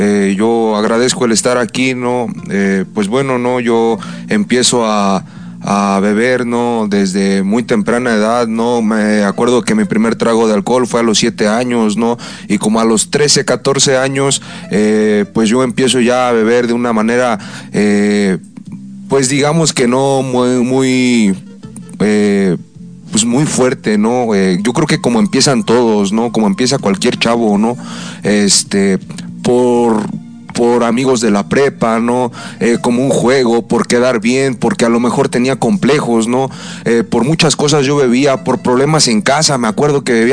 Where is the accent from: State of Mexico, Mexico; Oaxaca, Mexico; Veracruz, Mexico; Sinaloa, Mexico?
State of Mexico, Mexico; Toluca; Yo soy de Toluca, llego a una agrupación de Toluca, ¿no?